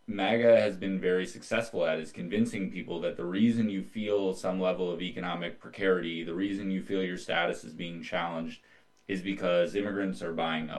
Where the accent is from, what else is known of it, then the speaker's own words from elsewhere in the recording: Minnesota, United States; In my home state of Minnesota, Target just got about $1 billion in tariff refunds.